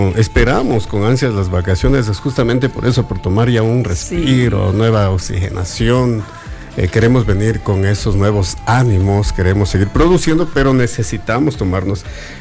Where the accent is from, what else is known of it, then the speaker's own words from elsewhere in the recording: Santo Domingo, Santo Domingo de los Tsáchilas, Ecuador; yo soy de Santo Domingo, Santo Domingo de los Áchilas, Colorado.